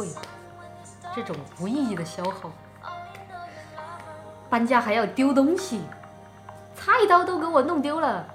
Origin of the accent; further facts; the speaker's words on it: Chongqing, China; now in Shanghai, China; 我不如回我的老家呢，对不对？买一个在宝山、嘉定、青浦、崇明岛的房子，我不如回重庆算了。反正从那边开车过来两个多小时，我从重庆坐飞机过来也两个多小时了。